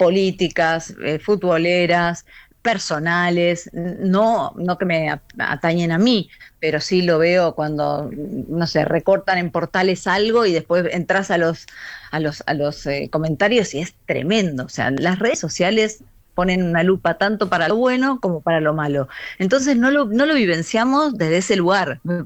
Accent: Argentina; moved away; pero yo cuando me fui de Argentina, a mí en Argentina me fue siempre genial, no es que no le debo mi carrera, pero sí soy agradecida, por supuesto.

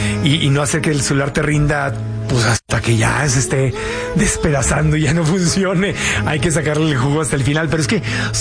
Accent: Mexico; Soy, nací en México, soy mexicano, obviamente, pero también tengo el pasaporte de Estados Unidos.

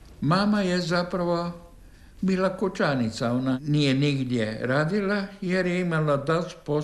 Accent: Zagreb, City of Zagreb, Croatia; Rođen sam u Zagrebu, a to je bilo davne 1931. Ja se sjećam da smo onda stanovali tu u Račkoga, gdje je sada Poljoprivredna banka, a u to doba je to bio gradski ured.

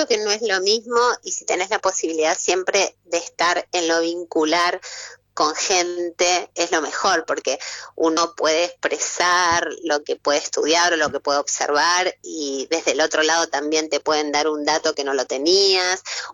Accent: Carmen de Patagones, Buenos Aires Province, Argentina; born there; nací en Carmen de Patagones

